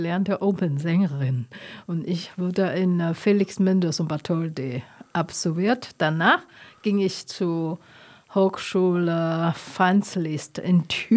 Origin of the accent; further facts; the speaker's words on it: Taiwan; German is a second language; now in Germany; Taiwanerin, aber ich bin auch Chinesin.